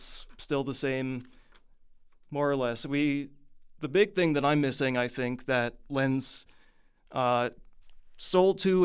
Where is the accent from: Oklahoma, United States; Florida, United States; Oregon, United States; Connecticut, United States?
Oklahoma, United States; Tulsa; another underground indie rock band, this time from my hometown of Tulsa, Oklahoma.